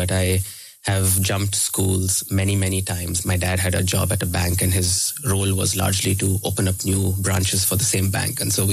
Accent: Chennai, Tamil Nadu, India; first language Tamil; English is a second language; I'm from South India, from Chennai, in a state called Tamil Nadu, where we don't speak Hindi. The state, the regional language is Tamil in that space. So I grew up speaking Tamil at home.

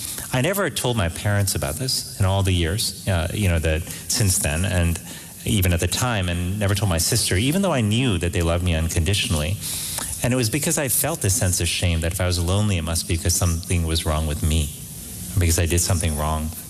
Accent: Miami, Florida, United States; Miami, Florida, which is where I grew up, although I must tell you, so many times when people realize that I was born in Miami and brought up in Miami

